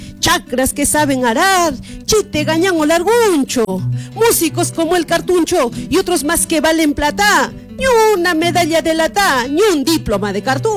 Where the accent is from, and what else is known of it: Arequipa, Peru